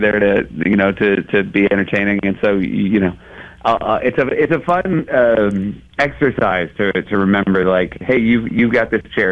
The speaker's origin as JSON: {"language": "English", "region": "New Hampshire", "country": "United States", "tie": "born or raised there", "said": "for me, like when I grew up in New Hampshire, you know, we ultimately didn't go anywhere. We were happy to know that most of the rest of the world came to New Hampshire in the summer."}